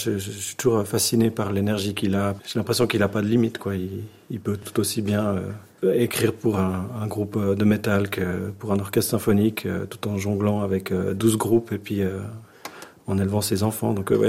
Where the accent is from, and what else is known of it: Switzerland